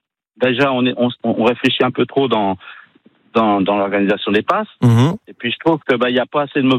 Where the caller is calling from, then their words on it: Torcé-Viviers-en-Charnie, Pays de la Loire, France; je suis de Torcy-Vivier en Charny.